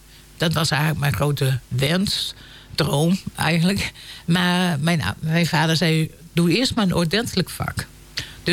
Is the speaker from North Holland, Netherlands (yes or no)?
no; Veleveen, Groningen, Netherlands; also born or lived in Vlagtwedde; Nee, ik ben geboren in Vlachtwedde. En daar heb ik bijna tot mijn vierde gewoond. En toen zijn mijn ouders verhuisd naar Veleveen, omdat mijn vader daar werkte toen de tijd.